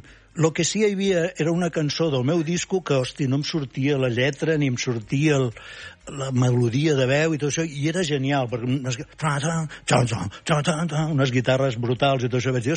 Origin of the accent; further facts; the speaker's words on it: Barcelona, Catalonia, Spain; also born or lived in Vic; Criat a Barcelona i retornat a Vic.